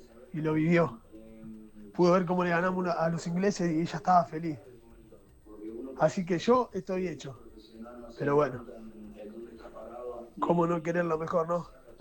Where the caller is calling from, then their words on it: Villa Pueyrredón, Buenos Aires, Argentina; Hola Héctor, hola Germán, hola Dispor Radio. … de Villa de Pueyrredón.